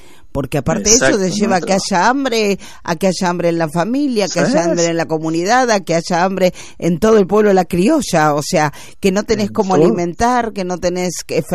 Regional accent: Argentina; Ni siquiera un llamado. Fuerte, ¿no? Somos argentinos.

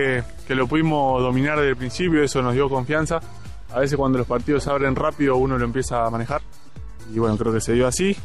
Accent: Rosario, Santa Fe, Argentina; creo que como rosarino se disfruta más porque está toda mi gente, mi familia, pueden venir todos

